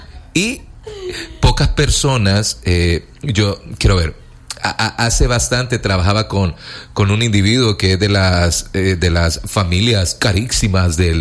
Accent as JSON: {"language": "Spanish", "country": "El Salvador", "said": "Lo que a veces nos ha tocado a nosotros como salvadoreño común."}